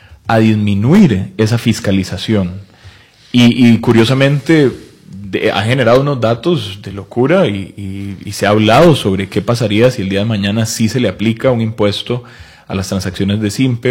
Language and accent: Spanish; Costa Rica